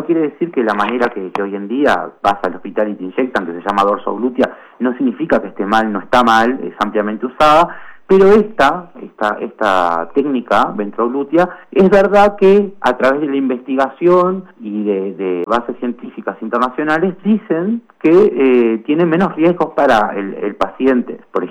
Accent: Río Branco, Cerro Largo, Uruguay; moved away as an adult; now in Montevideo, Uruguay; Sí, soy de Río Branco, Cerro Largo, y bueno, me crié por allá, y ahora hace 10 años que estoy acá en la ciudad de Montevideo

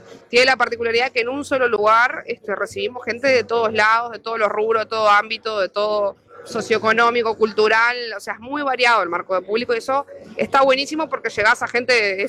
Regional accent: Sauce, Canelones, Uruguay; Nosotros somos de Sauce, estamos por ruta 107, saliendo de Sauce

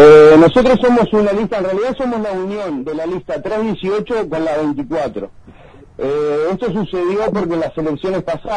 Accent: Pando, Canelones, Uruguay; Yo soy de Pando, por ejemplo

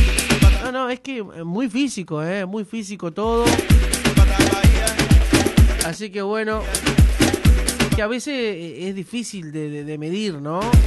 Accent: Uruguay; como buenos uruguayos que somos

